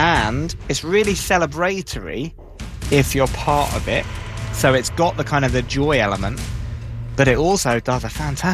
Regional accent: England, United Kingdom; now in Spain; because I was watching these games as an Englishman in Spain surrounded by Scottish people

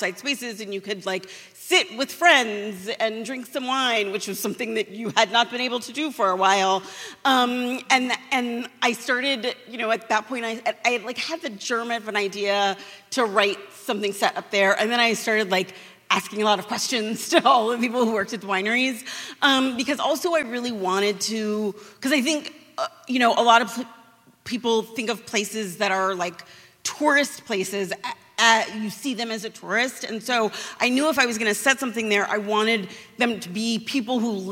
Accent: California, United States; But also I grew up in California

